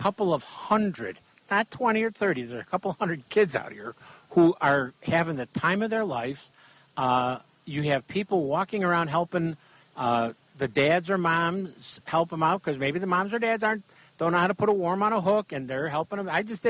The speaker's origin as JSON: {"language": "English", "town": "Chicago", "region": "Illinois", "country": "United States", "tie": "born or raised there", "said": "you're talking to a guy that grew up in the middle of the city of Chicago. I grew up behind the stockyards."}